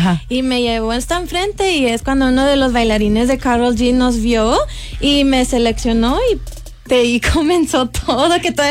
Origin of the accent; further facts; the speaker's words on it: California, United States; now in El Paso, United States; pues yo soy de California. Entonces, ajá, dije, ¡California! Nunca se me olvidó que soy de aquí.